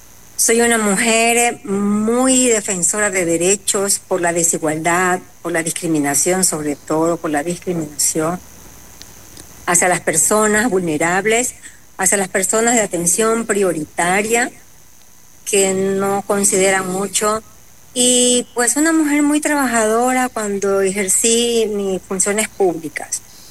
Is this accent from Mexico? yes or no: no; Esmeraldas, Ecuador; Yo vengo desde la provincia de Esmeraldas. Tengo ahorita 62 años de edad